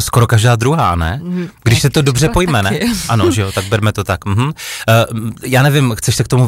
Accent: Opava, Moravian-Silesian Region, Czechia; já jsem jako z města, já jsem z Opavy, kde opravdu velký cukrovar je

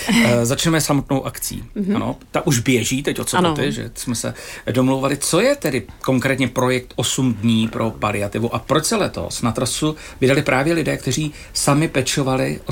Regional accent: Stěžery, Hradec Králové Region, Czechia; born there; Já jsem se narodil ve Stižerách, to je u Hradce Králové

